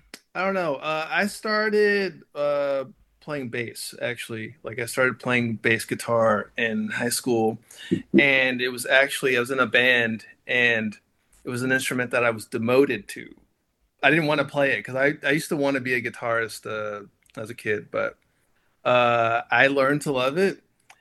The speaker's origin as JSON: {"language": "English", "town": "Alexandria", "region": "Louisiana", "country": "United States", "moved": "yes", "lives_now": "New Orleans, United States", "said": "I'm actually not from New Orleans. I'm from a little village called Alexandria"}